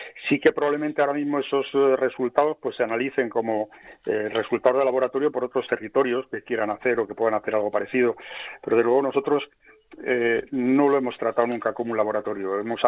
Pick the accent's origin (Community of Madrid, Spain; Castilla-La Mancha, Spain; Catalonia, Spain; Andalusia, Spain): Community of Madrid, Spain; Puebla de la Sierra; tenemos, ahora mismo me parece que son 57, casi 58 kilómetros cuadrados, y yo creo que somos el pueblo de Madrid con la menor densidad, porque somos 110, 105, 106 habitantes, somos de los pueblos que menos densidad por kilómetro cuadrado tenemos de la Comunidad de Madrid